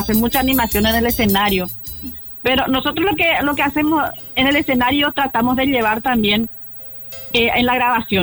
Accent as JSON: {"language": "Spanish", "country": "Paraguay", "said": "Como todo paraguayo, así somos nosotros, los paraguayos."}